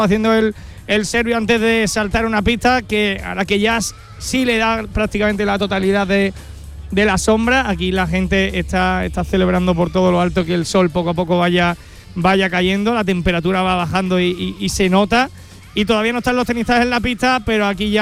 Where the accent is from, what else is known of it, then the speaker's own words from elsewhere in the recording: Spain; Oye, una pena como españoles que no estén Munar en esta final.